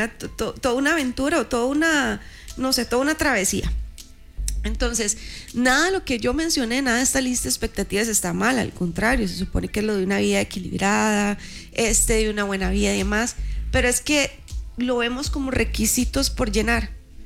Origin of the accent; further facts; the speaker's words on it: Costa Rica; yo sé que como ticos tenemos el dicho